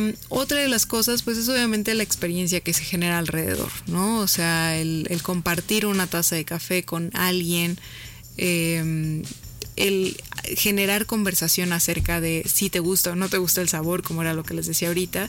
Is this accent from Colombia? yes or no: no; Mexico; cómo esto nos da identidad como mexicanos